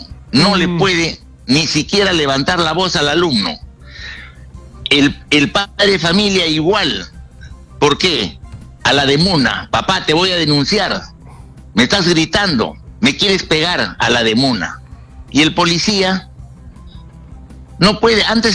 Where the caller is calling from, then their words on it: Junín, Peru; de la Selva Central, Junín.